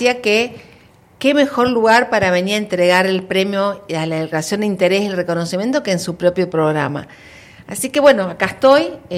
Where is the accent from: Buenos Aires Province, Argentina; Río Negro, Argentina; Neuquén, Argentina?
Río Negro, Argentina; Cipolletti; porque somos argentinos cipoleños